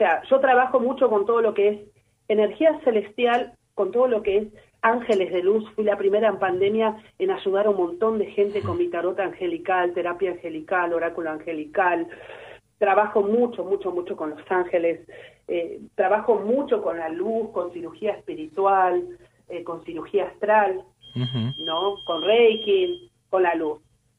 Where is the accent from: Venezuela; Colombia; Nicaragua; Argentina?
Argentina; also born or lived in Brazil; now in Buenos Aires, Argentina; Por eso yo vivo en el monte, yo tengo mi casa en Caballito, yo soy más brasileña que argentina, estoy siempre en Brasil